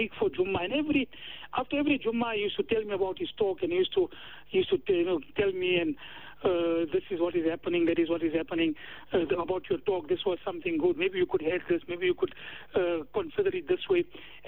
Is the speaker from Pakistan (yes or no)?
yes; Karachi, Sindh, Pakistan; moved away; Previously, when we came from Karachi and we were put into madrasa teaching, we didn't have any other way of teaching other than beating up.